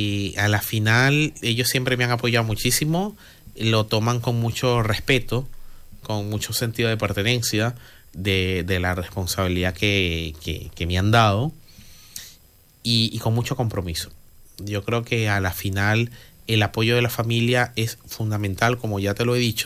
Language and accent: Spanish; Maracay, Aragua, Venezuela; Yo donde soy, de Maracay, que es una región del centro del país